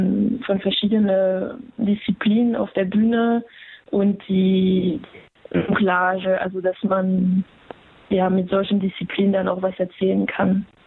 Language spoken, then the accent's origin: German; France; German is a second language; Ich komme ja aus Frankreich und der zeitgenössische Zirkus ist ja dort schon seit 70er Jahren viel verbreiter